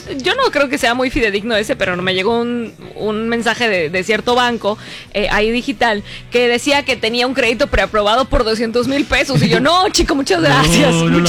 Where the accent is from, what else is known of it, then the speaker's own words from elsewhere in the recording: Mexico; Fracasé como mexicana